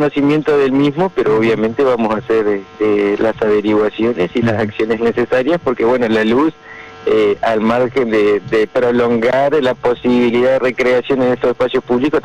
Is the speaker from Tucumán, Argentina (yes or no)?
no; Paraná, Entre Ríos, Argentina